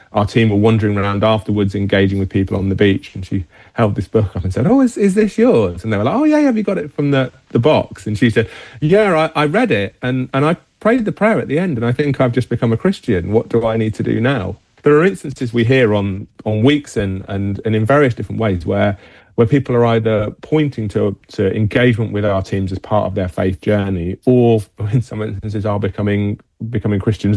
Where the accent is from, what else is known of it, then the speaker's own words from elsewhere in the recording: United Kingdom; obviously because we're British, there will still be people down on the beach when it's throwing it down with rain